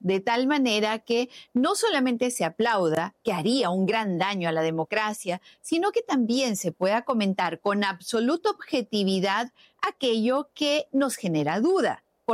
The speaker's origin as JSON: {"language": "Spanish", "country": "Peru", "said": "Bueno, los peruanos somos resilientes, los peruanos somos luchadores. A los peruanos nada nos detiene"}